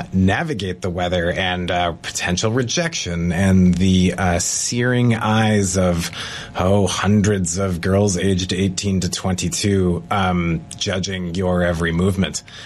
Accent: California, United States; now in Washington, D.C., United States; I grew up in California and then have lived on the East Coast. So this is a different world to me, too.

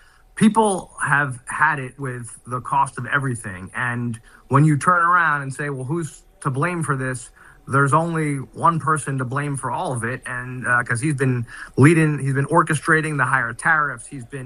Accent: New Jersey, United States; I'm from Jersey.

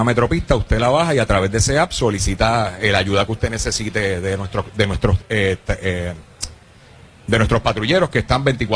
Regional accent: Ciales, Puerto Rico; somos de allá, con orgullo, de la montaña, del barrio Cialitos de Ciales.

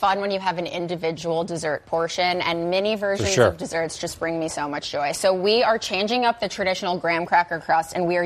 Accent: Chicago, Illinois, United States; other than adding a lot of cheese, because I'm from the Midwest and I can't help myself.

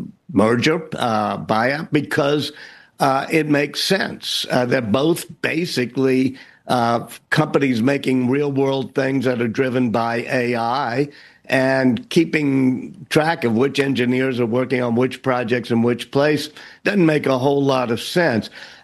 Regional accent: New Orleans, Louisiana, United States; my hometown of New Orleans

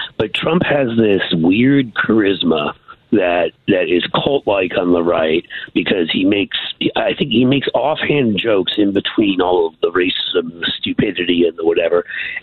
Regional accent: New York, United States; I grew up in New York, and I'm a Knicks fan.

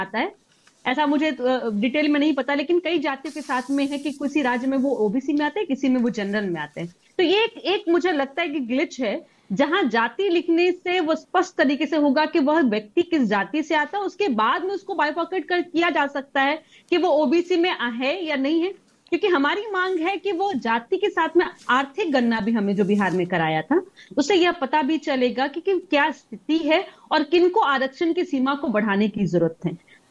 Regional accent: Bihar, India; मैं यादव कम्युनिटी से बिलोंग करती हूँ और मुझे पता है कि यादव, जो कि मैं बिहार से हूँ

